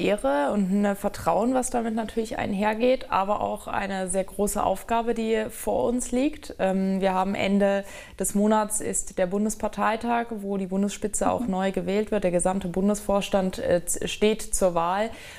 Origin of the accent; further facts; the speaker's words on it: Ettlingen, Baden-Württemberg, Germany; Naja, Ettlingen bleibt absolut meine Heimat. Es ist eine wunderschöne Stadt, die mir sehr, sehr am Herzen liegt